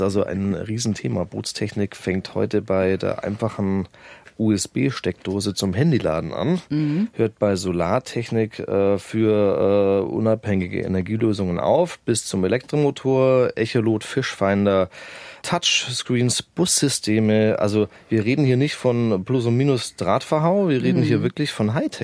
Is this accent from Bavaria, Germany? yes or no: yes; Augsburg, Bavaria, Germany; tatsächlich, gebürtig in Augsburg